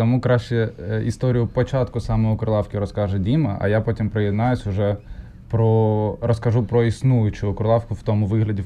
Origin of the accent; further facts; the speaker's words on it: Kremenchuk, Poltava Oblast, Ukraine; moved away as an adult; now in Switzerland; Я з Кременчука, це Полтавська область.